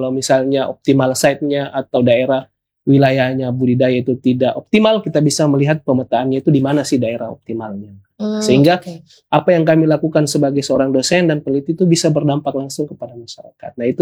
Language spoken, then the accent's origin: Indonesian; Makassar, South Sulawesi, Indonesia; now in Kupang, Indonesia; Saya dari Makassar.